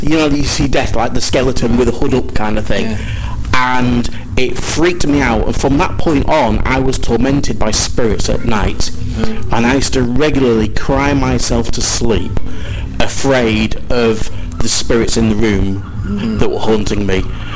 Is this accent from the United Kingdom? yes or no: yes; East Midlands, United Kingdom; I'm from Lincolnshire, originally, and there's a network of churches there based in Lincoln called Ground Level.